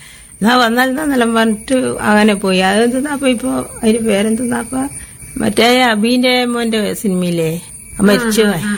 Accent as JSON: {"language": "Malayalam", "town": "Kanhirode", "region": "Kerala", "country": "India", "tie": "born or raised there", "said": "സ്വന്തം വീട് കാഞ്ഞിരോട്."}